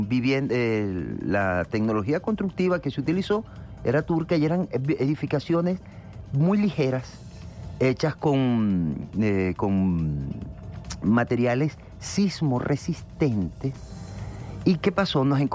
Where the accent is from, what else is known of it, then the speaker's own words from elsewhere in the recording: Venezuela; a todos nosotros y nosotras como venezolanos dentro de nuestra psique, desde nuestras emociones.